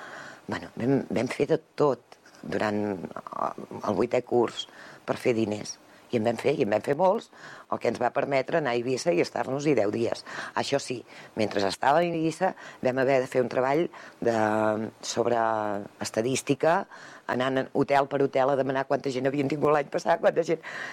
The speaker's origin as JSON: {"language": "Catalan", "region": "Catalonia", "country": "Spain", "tie": "born there", "also_born_or_lived": "Banyoles", "said": "jo recordo la meva infantesa, adolescència, a Banyoles. Nosaltres teníem una caravana i vivia tot l'any a Banyoles."}